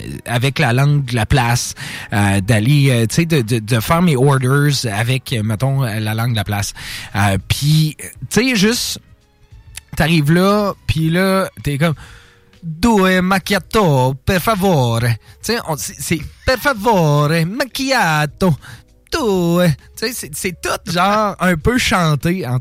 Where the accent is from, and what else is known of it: Charlesbourg, Quebec, Canada; born or raised there